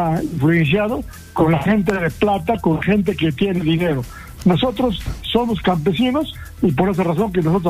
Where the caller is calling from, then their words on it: Cerro de Pasco, Pasco, Peru; le estoy llamando desde la ciudad de Cerro de Pasco, la más alta del mundo, la ciudad la más alta del mundo.